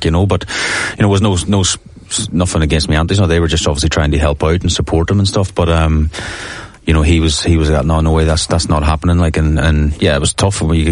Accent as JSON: {"language": "English", "country": "Ireland", "tie": "born or raised there", "said": "I can actually speak about my own life, you know, growing up in Ireland, like lost my mum when I was four"}